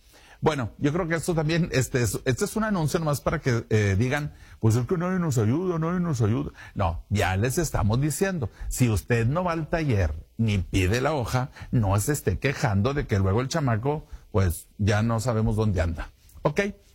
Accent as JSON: {"language": "Spanish", "country": "Mexico", "said": "Somos mexicanos, ¿sí? Somos de otra cultura, otra alimentación, otra genética, ¿sí? También, y otra altura también, otro clima también."}